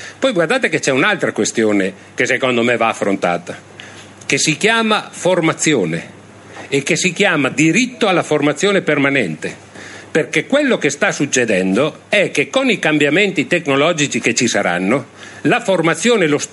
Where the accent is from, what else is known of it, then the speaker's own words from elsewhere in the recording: Reggio Emilia, Emilia-Romagna, Italy; io vengo da Reggio Emilia